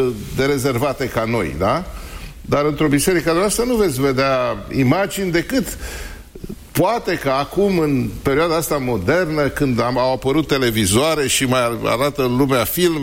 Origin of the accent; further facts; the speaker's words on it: Bucharest, Romania; În București, da.